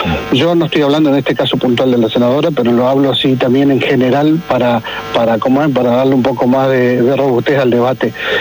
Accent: Feliciano, Entre Ríos, Argentina; Sí, soy de acá de Feliciano.

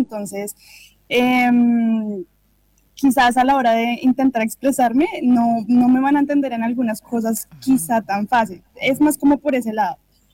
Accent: Bogotá, Bogotá Capital District, Colombia; moved away as an adult; now in Concordia, Argentina; Yo en Colombia vivo en Bogotá, en el distrito capital.

